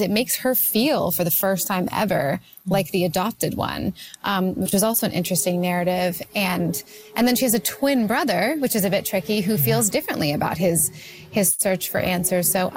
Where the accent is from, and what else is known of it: Canada